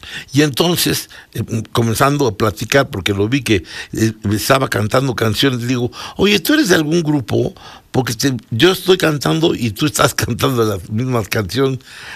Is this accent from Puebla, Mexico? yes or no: yes; Acatlán de Osorio, Puebla, Mexico; Soy del barrio de Las Nieves, en Acatlán de Osorio, Puebla.